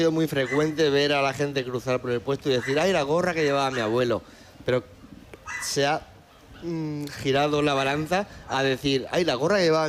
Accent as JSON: {"language": "Spanish", "town": "Almagro", "region": "Castilla-La Mancha", "country": "Spain", "said": "Yo que soy de Almagro, en Almagro lo llamamos un clásico."}